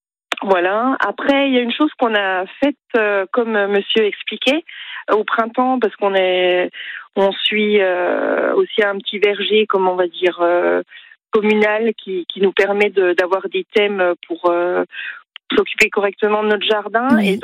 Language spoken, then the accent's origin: French; Besançon, Bourgogne-Franche-Comté, France